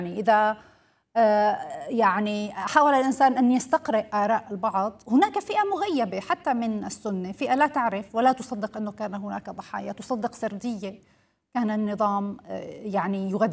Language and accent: Arabic; Syria; وبناء ذاكرة مشتركة كسوريين جميعا